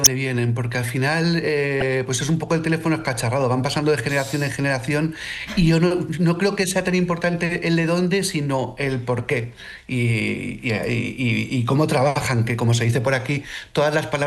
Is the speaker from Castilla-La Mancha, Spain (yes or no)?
yes; Alcázar de San Juan, Castilla-La Mancha, Spain